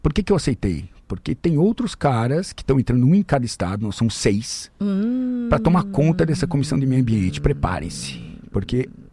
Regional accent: Brazil; born there; nasci aqui no Brasil, primeira geração

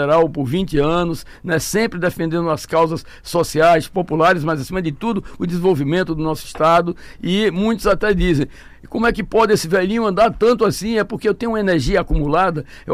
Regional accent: Pernambuco, Brazil; moved away; trabalhei como engenheiro agrônomo lá no meu estado, em Pernambuco

